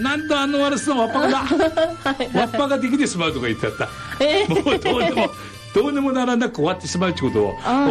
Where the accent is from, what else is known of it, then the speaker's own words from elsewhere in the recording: Akita, Japan; accent: Akita dialect; 私も全力で標準語でやってるつもりなのよ、ほとんど秋田弁なのな、